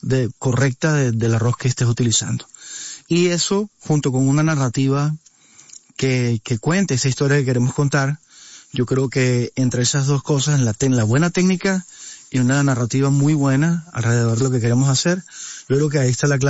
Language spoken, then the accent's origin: Spanish; Venezuela; born there